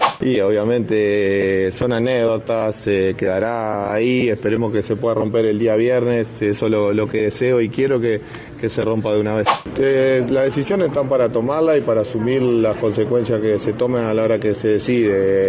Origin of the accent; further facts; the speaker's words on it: Uruguay; somos uruguayos